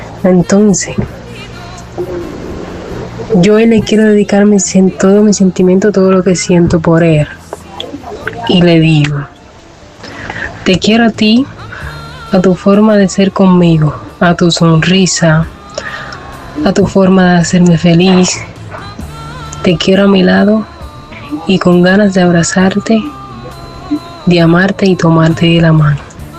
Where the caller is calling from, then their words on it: Cuba; mi gente divertida de la radio española. Desde Cuba, piel morena, ya saben